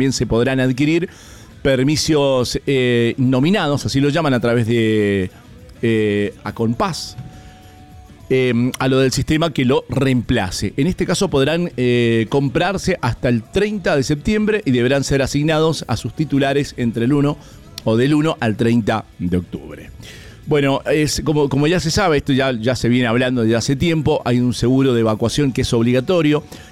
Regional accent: Mendoza, Argentina; somos de Mendoza

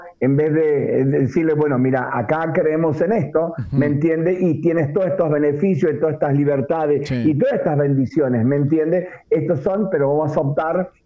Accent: Argentina

